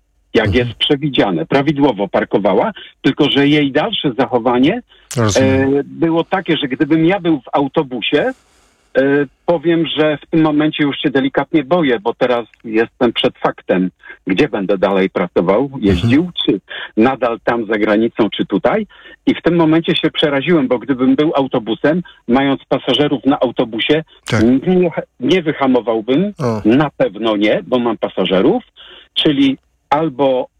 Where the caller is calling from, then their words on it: Poznań, Greater Poland Voivodeship, Poland; jestem z Poznania